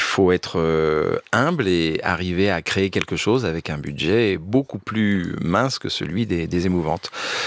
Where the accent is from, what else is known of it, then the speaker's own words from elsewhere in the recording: Orléans, Centre-Val de Loire, France; J'ai grandi à Orléans et c'est tout à côté